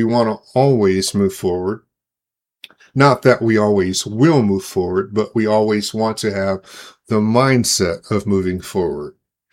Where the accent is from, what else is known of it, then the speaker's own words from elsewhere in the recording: Omaha, Nebraska, United States; now in Denver, United States; but he's also working in Omaha, Nebraska, which happens to be my hometown.